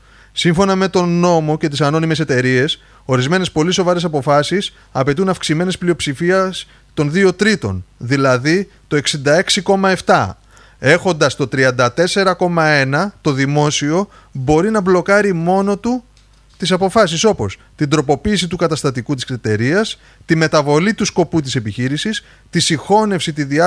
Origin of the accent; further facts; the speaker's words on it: Greece; εμείς οι Έλληνες